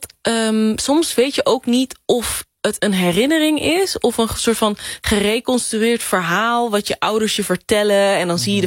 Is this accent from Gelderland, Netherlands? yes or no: yes; Culemborg, Gelderland, Netherlands; first language Dutch; also born or lived in Suriname; waar ik ben opgegroeid, in Culemborg. En ik ben zelf van een Maron afkomst. En van mijn vaders kant van de familie, hij is Saramakaans.